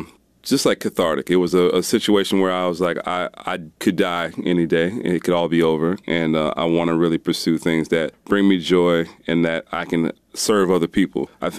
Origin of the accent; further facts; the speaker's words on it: Liverpool, New York, United States; now in Durham, United States; Well, I didn't grow up in Durham, North Carolina, so I guess that's the first part. I actually grew up in Liverpool, Syracuse.